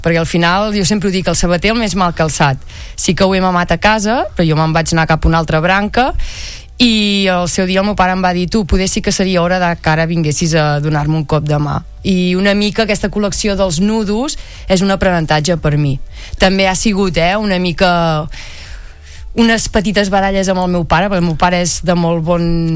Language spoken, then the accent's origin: Catalan; Capmany, Catalonia, Spain